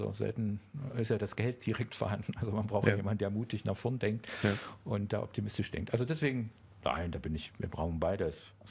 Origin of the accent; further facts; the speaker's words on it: Saxony, Germany; now in Berlin, Germany; So, als Sachse war Berlin so weit weg, habe ich gesagt, da möchte ich nicht hin.